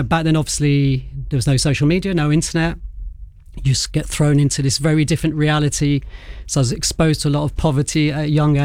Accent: London, United Kingdom; also born or lived in Kingston upon Thames / India; I mean, I'm a Londoner, sure, just about. I was in Richmond at the end of the district line, so that counts as London.

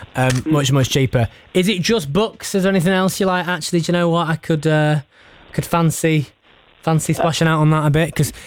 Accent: Yorkshire and the Humber, United Kingdom; See, I'm not really a tea drinker, which is as a Yorkshireman at heart does cause some consternation, shall we say, in the family.

